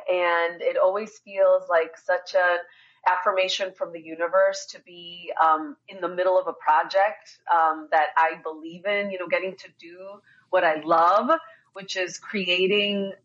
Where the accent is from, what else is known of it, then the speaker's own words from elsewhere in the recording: Chicago, Illinois, United States; I did. So I was born and raised in Chicago. My parents came here in 65.